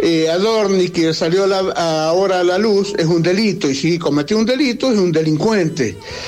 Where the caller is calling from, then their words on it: Godoy Cruz, Mendoza, Argentina; de Godoy Cruz.